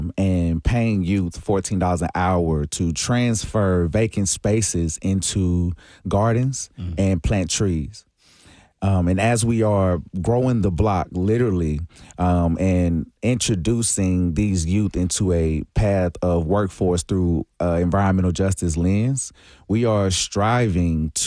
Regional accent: Nashville, Tennessee, United States; I grew up in East Nashville with asthma.

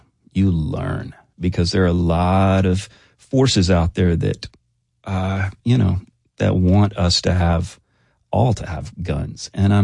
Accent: Alabama, United States; my grandparents were military, and I grew up in Alabama, and I'm from a very traditional background.

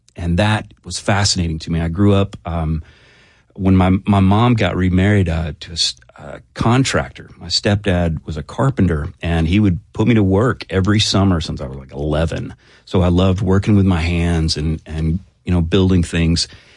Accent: Prattville, Alabama, United States; You know, it was very green. A lot of kudzu, a lot of red clay hills that are kind of lovely to spend some time with, but it's fairly quiet, you know, a lot of fireflies at night.

